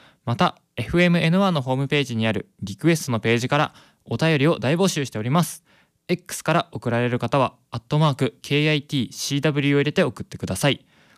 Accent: Gunma, Japan; moved away as an adult; now in Kanazawa, Japan; 地元群馬にあのインターンに行ったんですけども

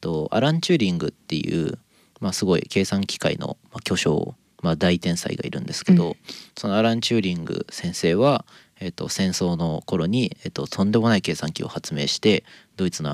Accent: Nagano, Japan; 僕の地元長野県だと、まあ、浅間山、

